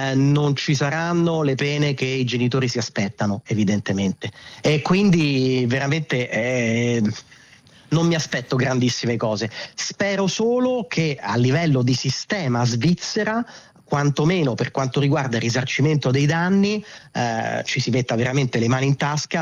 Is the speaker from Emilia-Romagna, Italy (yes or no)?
no; Rome, Lazio, Italy; Noi siamo di Roma, siamo gli unici di Roma